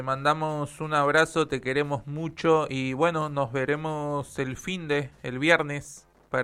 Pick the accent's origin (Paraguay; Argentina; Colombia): Argentina; como futbolero, como argentino